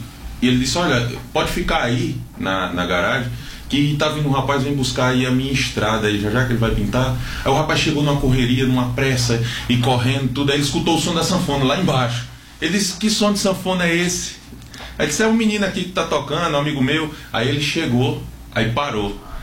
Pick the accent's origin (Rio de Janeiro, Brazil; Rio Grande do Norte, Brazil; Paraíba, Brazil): Paraíba, Brazil; Belém; Eu sou nordestino, sou paraibano, sou de Belém, a terra, casa de pai, terra de pais, casa do pão, não é?